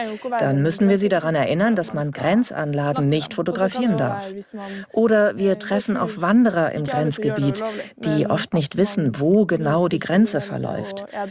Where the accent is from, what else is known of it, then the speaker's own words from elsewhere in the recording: Norway; German is a second language; Viel besser als Regenwetter, wie weiter südlich in Norwegen, wo ich herkomme.